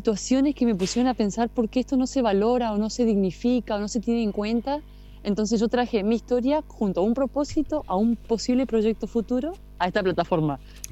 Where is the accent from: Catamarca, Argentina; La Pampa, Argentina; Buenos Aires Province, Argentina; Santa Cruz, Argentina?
Santa Cruz, Argentina; Río Gallegos; born or raised there